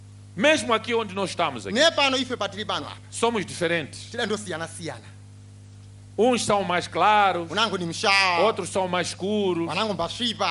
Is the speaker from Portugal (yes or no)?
no; Mozambique; Nós, como moçambicanos, somos um povo de paz.